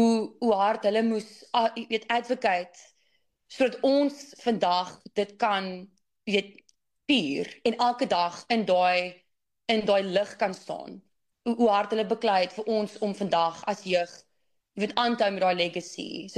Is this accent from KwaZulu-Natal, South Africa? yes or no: no; Durbanville, Western Cape, South Africa; Ek het groot geword in Durbanville. Ek het twee broers.